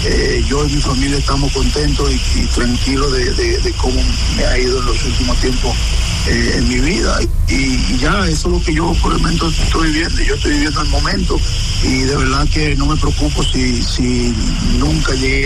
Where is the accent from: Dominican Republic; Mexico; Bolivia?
Dominican Republic; fue el jugador que todos nosotros como dominicanos, como yo, como señor Estado, pues le daba seguimiento